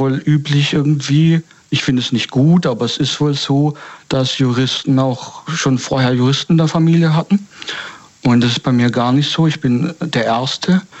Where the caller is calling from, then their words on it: Baden-Württemberg, Germany; Ich komme aus der Gegend Stuttgart.